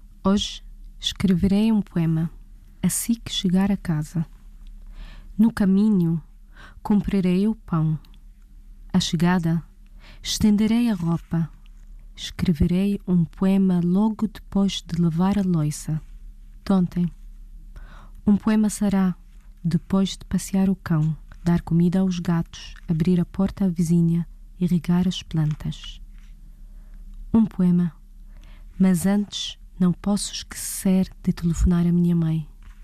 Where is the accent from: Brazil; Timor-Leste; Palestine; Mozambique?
Palestine; accent: Palestinian; now in Portugal; embora eu costumo dizer que eu escrevo com sotaque palestiniano, e quero quem me leia que leia este sotaque palestiniano, que é o sotaque da liberdade